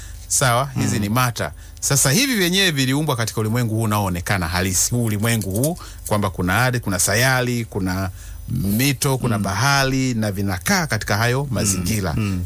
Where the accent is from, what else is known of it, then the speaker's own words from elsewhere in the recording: Mara, Tanzania; born there; Ya kwamba kama mimi nimezaliwa mkoa wa Mara, ndiko kitovu changu kilikokatwa.